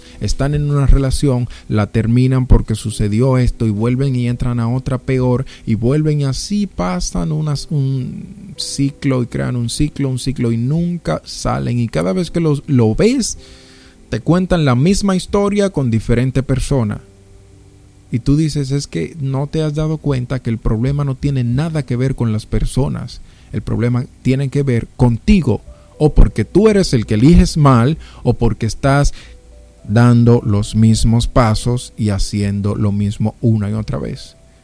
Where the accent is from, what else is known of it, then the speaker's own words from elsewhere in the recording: Dominican Republic; como decimos los dominicanos